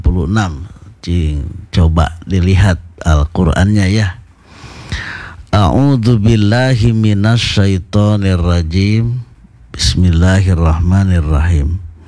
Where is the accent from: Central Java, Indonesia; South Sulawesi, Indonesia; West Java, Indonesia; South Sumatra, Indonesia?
West Java, Indonesia; Kita Jawa Barat